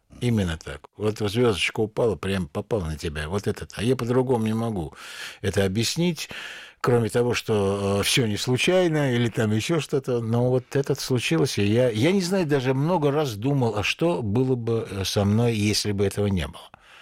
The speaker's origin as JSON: {"language": "Russian", "town": "Baku", "country": "Azerbaijan", "accent": "Baku accent", "moved": "as an adult", "lives_now": "Moscow, Russia", "said": "я ведь из Баку приехал."}